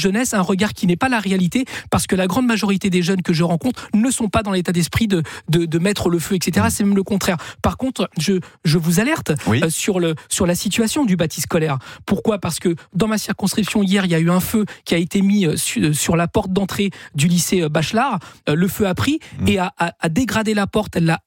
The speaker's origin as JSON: {"language": "French", "country": "Chile", "lives_now": "France", "said": "puisque je ne suis pas né en France. Mais c'est quelque chose qui a eu lieu dans mon pays d'origine. Rappelez-vous, au Chili"}